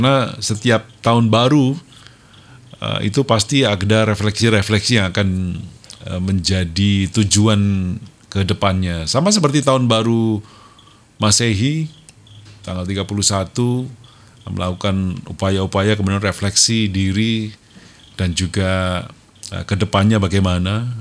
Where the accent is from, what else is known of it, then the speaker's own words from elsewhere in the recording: Java, Indonesia; Sebagai orang Jawa kuno, tentu acara padusan.